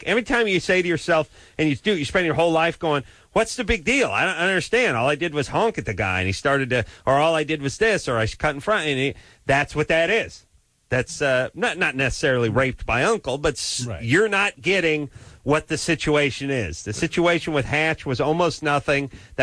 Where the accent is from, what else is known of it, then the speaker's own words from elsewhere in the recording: North Hollywood, California, United States; no kidding. I'm from North Hollywood. You can't get any flatter or more valley than that.